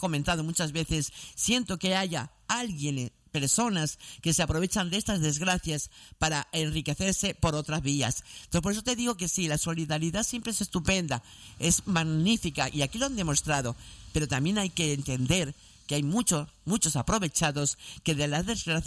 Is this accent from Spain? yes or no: yes; Vega de San Mateo, Canary Islands, Spain; yo soy de la Vega de San Mateo, vivo en la Vega de San Mateo